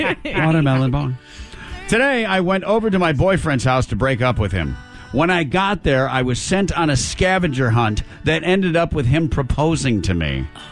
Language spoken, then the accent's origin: English; Kazakhstan; I have Asian features, but I'm from Kazakhstan. Which is a former Soviet country and part of Asia.